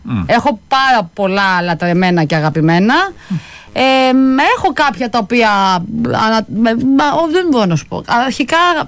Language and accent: Greek; Krestena, Western Greece, Greece; Δεν θα πάω τώρα στο χωριό μου Κώστα, στο πανηγύρι στα Κρέστενα.